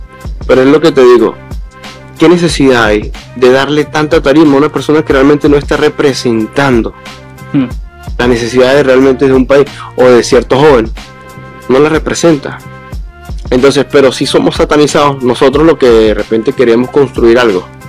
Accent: Barinas, Venezuela; yo soy de Barinas

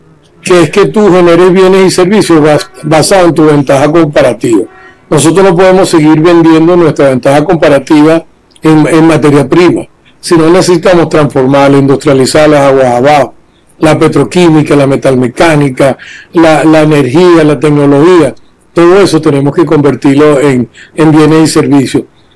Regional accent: Miranda, Venezuela; Yo mismo me crié y crecí en el IBIC

